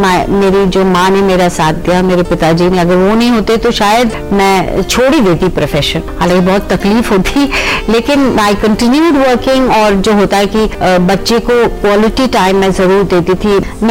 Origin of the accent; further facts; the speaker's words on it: Dehradun, Uttarakhand, India; born there; also born or lived in Delhi; लेकिन क्योंकि मेरी पैदाइश देहरादून में हुई है तो मेरा अभी भी मानना है कि दुनिया का सबसे खूबसूरत शहर देहरादून है, मेरा बर्थ टाउन, और जाहिर है, और मैं दिल्ली में भी काफी साल रही